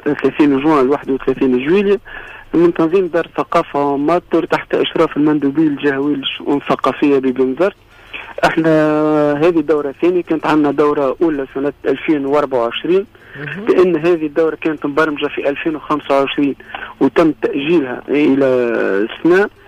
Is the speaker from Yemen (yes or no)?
no; Tunisia; بلادنا تونس في الجمهورية التونسية